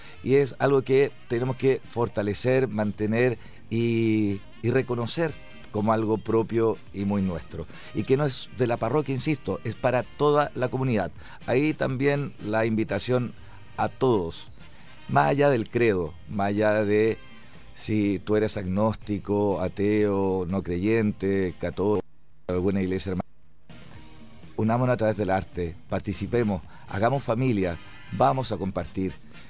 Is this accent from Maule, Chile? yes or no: yes; Linares, Maule, Chile; como linarenses no los conocemos